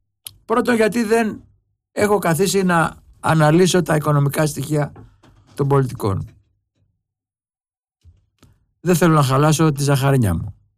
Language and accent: Greek; Greece; σαν Έλληνας, απλός πολίτης